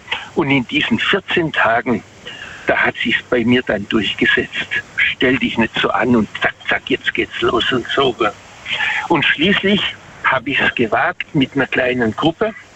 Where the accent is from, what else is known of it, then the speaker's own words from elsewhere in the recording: Waghäusel, Baden-Württemberg, Germany; Also ich komme aus Waghäusel.